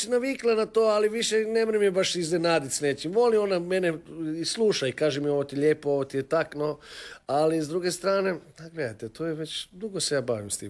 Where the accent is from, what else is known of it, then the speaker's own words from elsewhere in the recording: Zagreb, Zagreb County, Croatia; Rođen sam u Petrovoj bolnici sa 7 mjeseci, bio sam nedonošće, evo sad sam izrastao, imam 120 i nešto kila i 188 centimetara. Tako da je sve